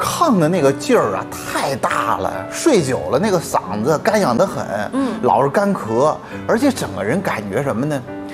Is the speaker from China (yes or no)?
yes; Xuzhou, Jiangsu, China; 就说这徐州的农村呐，尤其是我们老家那一块儿